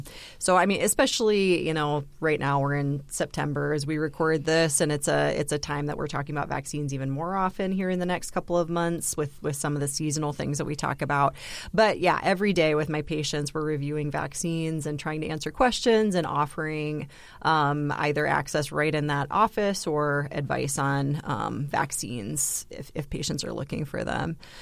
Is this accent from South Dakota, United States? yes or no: yes; Brookings, South Dakota, United States; I'm an internal medicine physician here in Brookings, South Dakota. This is my hometown. I was born and raised here, and I've been back practicing now for 10 years.